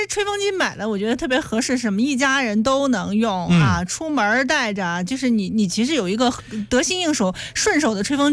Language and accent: Chinese; Shandong, China; 我觉得咱们山东人的发量应该也还是比较多的